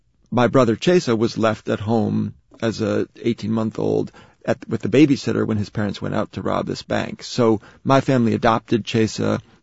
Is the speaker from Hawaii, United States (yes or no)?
no; Harlem, New York, United States; No, I was raised mostly in Harlem, and my dad worked as a baker and then a preschool teacher. My mom was a waitress.